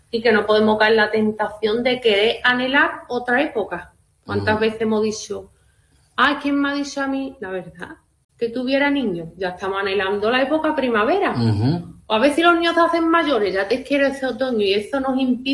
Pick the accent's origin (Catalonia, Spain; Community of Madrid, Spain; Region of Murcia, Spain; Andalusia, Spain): Andalusia, Spain; Que nosotros estamos acostumbradas a nuestras comidas andaluzas.